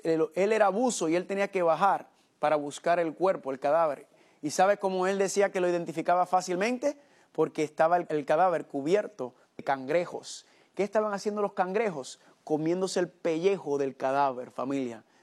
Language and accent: Spanish; Puerto Rico; Yo soy de Puerto Rico